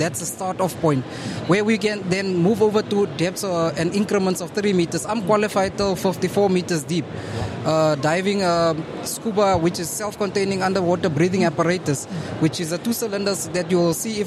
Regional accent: Bloemfontein, Free State, South Africa; moved away as an adult; as a person that comes from the inland, I'm from Bloemfontein originally.

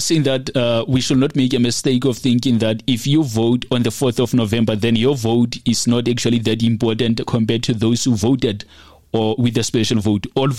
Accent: South Africa; as a South African, as a potential voter

